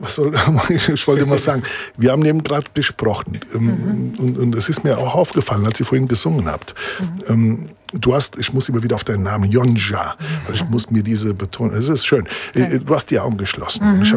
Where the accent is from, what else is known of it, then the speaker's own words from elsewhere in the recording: Italy; German is a second language; wenn wir, du jetzt als Türkin und ich als Italiener, diese Endungen hören